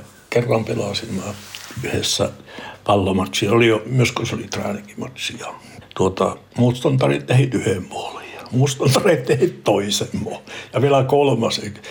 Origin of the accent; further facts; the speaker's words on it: Torne Valley, Norrbotten County, Sweden; accent: Meänkieli; vaikka mä olen Tornionlaaksosta ja puhun meidän kieltä.